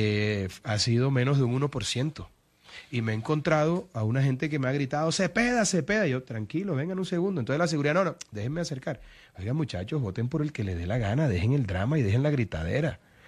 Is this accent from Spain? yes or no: no; Caribbean Region, Colombia; soy un hombre del Caribe. Y nosotros en el Caribe somos afables, somos cariñosos, somos extrovertidos.